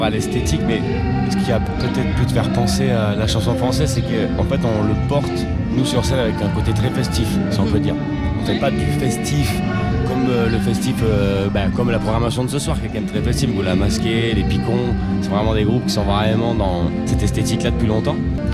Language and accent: French; France; Pour être plus compris, chez nous, on va dire aussi. Enfin, chez nous en France, on va dire.